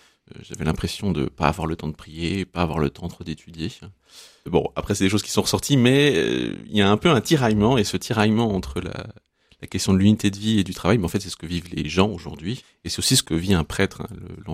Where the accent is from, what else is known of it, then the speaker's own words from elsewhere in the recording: Besançon, Bourgogne-Franche-Comté, France; born there; moved away as an adult; now in Lille, France; Et non, je ne suis pas lillois. J'ai 33 ans, je suis né à Besançon, dans l'Est de la France. Et je suis arrivé à Lille en 2016 pour mes études de médecine